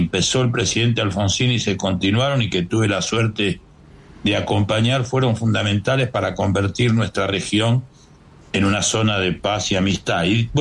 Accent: Rosario, Santa Fe, Argentina; born there; now in Mendoza, Argentina; si bien nací en Rosario, cumplo ya 56 años de mendocino, con mi mujer, mis hijos, mis nietos, y fui gobernador de Mendoza

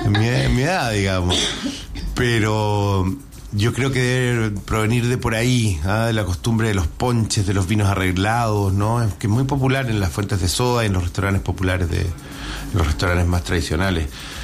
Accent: San Fernando, O'Higgins, Chile; yo que soy de San Fernando, que puede ser una zona que tú dirías que efectivamente tiene una serie de tradiciones muy arraigadas

